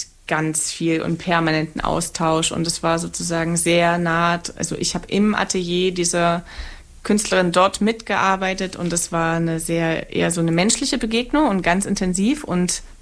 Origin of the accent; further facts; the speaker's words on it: Saxony, Germany; habe ich das quasi mit der Landschaft meiner Herkunft, wo ich aufgewachsen bin, gemacht, das Erzgebirge, wo ich eigentlich immer erstmal weg wollte, weil es kam mir immer eng vor.